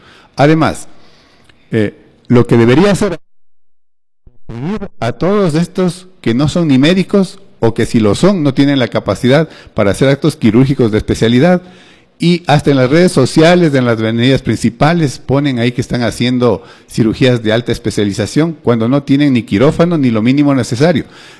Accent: Ecuador

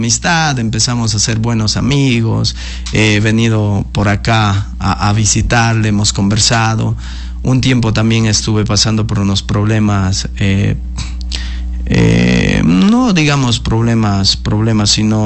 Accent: General Leonidas Plaza Gutiérrez, Morona Santiago, Ecuador; moved away as an adult; also born or lived in Playas, Guayas / Quito; now in Macas, Ecuador; yo soy de Limón Indanza, sí. Vivo ya acá en Macas como casi 9 años ya.

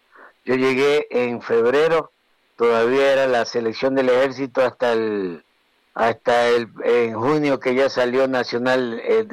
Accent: Manta, Manabí, Ecuador; moved away; Yo soy de Manta

